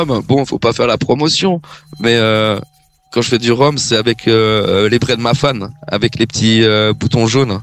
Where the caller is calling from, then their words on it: Réunion; Je suis pas aux Antilles, je suis à La Réunion.